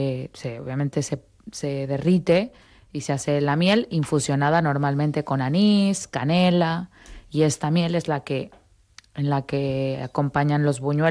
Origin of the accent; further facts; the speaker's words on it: Mexico; moved away; en México, como mexicano